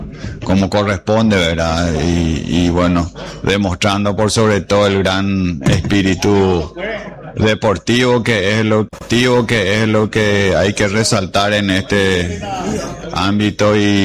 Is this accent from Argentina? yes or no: no; Itapúa, Paraguay; nos permitió sentirnos orgullosos como itapuense, como paraguayo